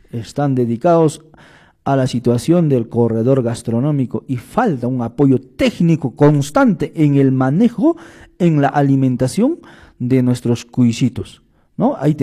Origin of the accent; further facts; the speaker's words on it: Cusco, Peru; Yo soy de Cututupampa, hermano, Pampa.